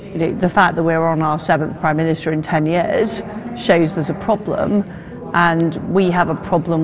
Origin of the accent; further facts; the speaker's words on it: United Kingdom; like I am proud of being British.